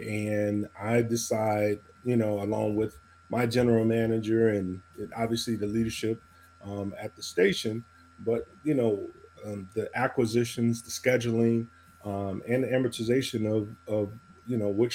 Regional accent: Chicago, Illinois, United States; also born or lived in Gary; I grew up in Jeffrey Manor on the south side of Chicago. I lived in Gary for a number of years as a kid. We moved around a lot

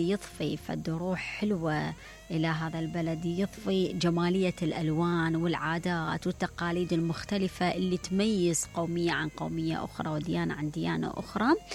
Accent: Iraq; بلدنا العراق من شماله إلى جنوبه

